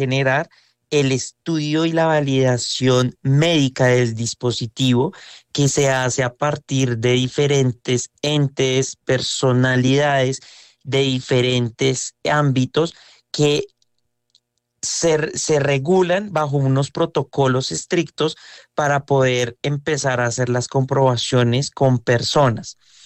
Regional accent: Colombia; pero pues como buen colombiano, recursivos e ingeniosos, desarrollamos esa tecnología desde aquí, desde Colombia

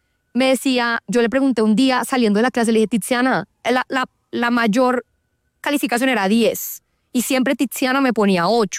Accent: Bogotá, Colombia; born there; yo pues soy andina, nací en Bogotá, a mí me encanta irme al páramo a meterme en agua de páramo

